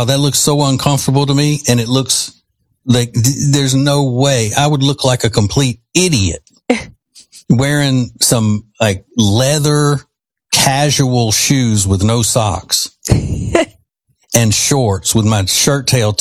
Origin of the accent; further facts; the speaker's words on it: Louisiana, United States; Yeah, but we used to call that when I was growing up in Louisiana, we call that flooding.